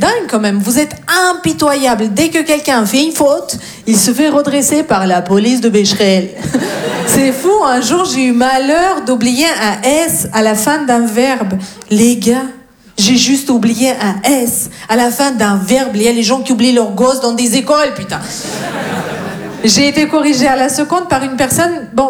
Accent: Russia; French is a second language; moved away as an adult; now in France; Non, je viens de Russie.

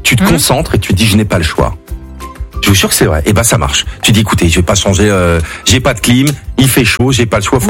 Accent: France; Nous, on est français

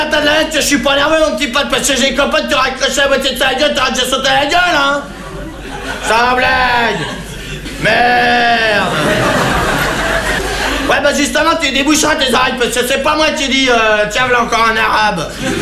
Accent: France; Je suis mal placé, oui.

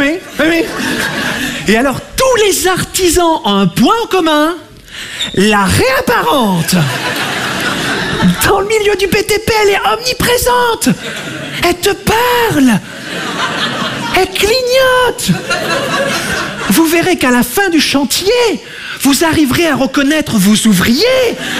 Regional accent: Monbazillac, Nouvelle-Aquitaine, France; Alors moi, je vais me présenter. Je viens de Montbazillac, dans le sud-ouest de la France.

